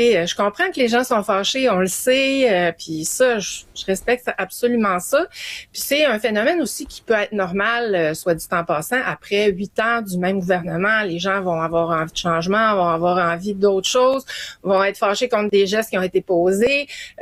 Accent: Quebec, Canada; chez nous au Québec

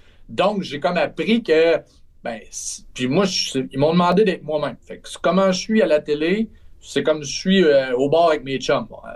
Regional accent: Trois-Rivières, Quebec, Canada

